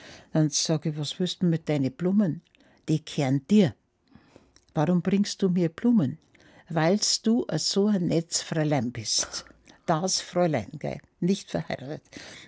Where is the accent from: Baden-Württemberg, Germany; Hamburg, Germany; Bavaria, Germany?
Bavaria, Germany; Niederding; also born or lived in Munich; Ich komme also aus München, Maria Hilfplatz geboren, da gibt es nicht mehr viele. Mein Geburtsjahr ist 1934. Aber ich bin nicht in München aufgewachsen, sondern in Niederding